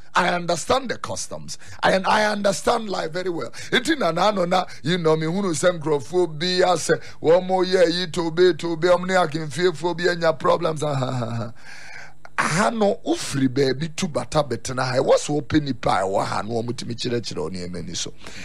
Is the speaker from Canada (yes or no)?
no; Accra, Greater Accra, Ghana; born there; Ama abuame, I was born in Accra. So I see myself more as a girl than a kwewu person.